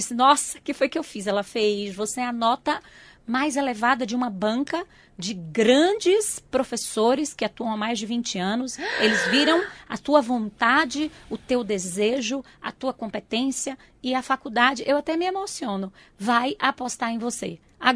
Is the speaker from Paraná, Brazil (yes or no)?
no; João Dourado, Bahia, Brazil; moved away; also born or lived in Irecê; eu fui nascer na cidade próxima, porque a cidade da qual eu sou natural, ela não tinha maternidade. Então, eu sou natural de Irecê, mas a minha cidade é João Dourado. Ali, nós tínhamos uma condição de vida muito simples.